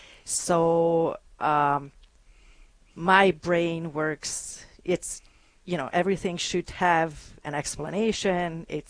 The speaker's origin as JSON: {"language": "English", "country": "Hungary", "second_language": "English", "moved": "yes", "lives_now": "Sioux Falls, United States", "said": "Yeah, so I live in Sioux Falls originally. I'm from Hungary. I've been in the U.S. now 28 years, and in Sioux Falls about 23 of those."}